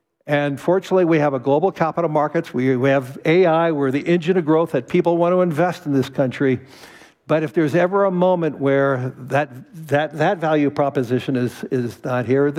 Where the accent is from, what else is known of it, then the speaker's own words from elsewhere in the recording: Los Angeles, California, United States; now in New York City, United States; I was born and raised in Los Angeles. New York's my adopted home.